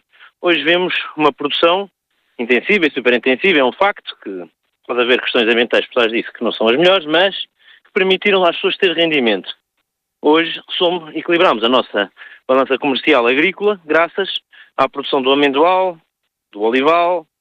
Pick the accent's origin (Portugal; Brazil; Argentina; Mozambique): Portugal